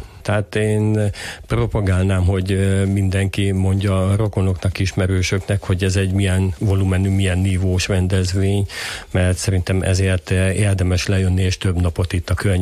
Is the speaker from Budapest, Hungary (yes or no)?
no; Sárospatak, Borsod-Abaúj-Zemplén, Hungary; born or raised there